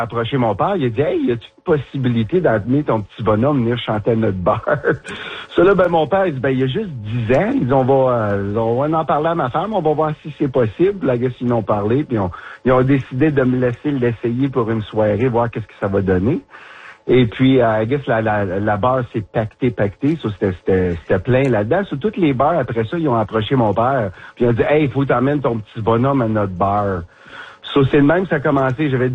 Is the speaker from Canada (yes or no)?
yes; Smooth Rock Falls, Ontario, Canada; moved away as an adult; now in Ottawa, Canada; Je suis un petit gars du nord de l'Ontario, moi aussi. Je viens de Smooth Rock Falls, Ontario. Alors, pas trop loin de Sudbury. Et puis, j'ai resté là 21 ans avant de m'en venir dans le bout d'Ottawa. Et puis là, je reste à Ottawa depuis 1997.